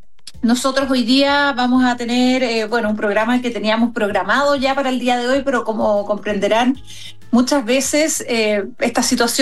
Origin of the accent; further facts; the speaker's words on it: Osorno, Los Lagos, Chile; now in Santiago, Chile; Soy sureña, soy de Osorno, estoy acostumbrada a la lluvia